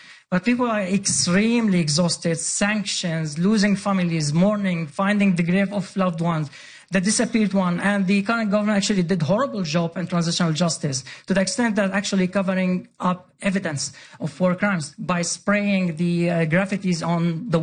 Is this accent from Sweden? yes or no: yes; Sweden; because I grew up in Sweden.